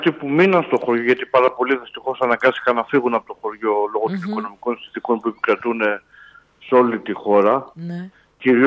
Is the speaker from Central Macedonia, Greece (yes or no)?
yes; Chrysochorafa, Central Macedonia, Greece; Εμένα προσωπικά είναι το χωριό μου